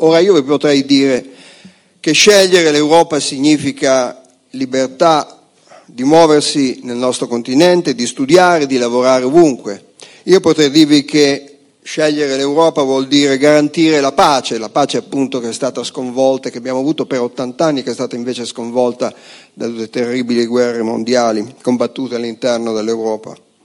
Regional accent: Cremona, Lombardy, Italy; io sono di Cremona.

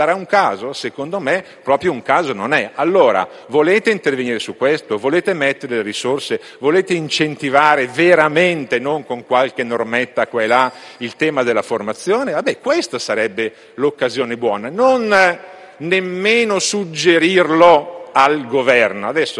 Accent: Milan, Lombardy, Italy; essendo io lombardo e milanese

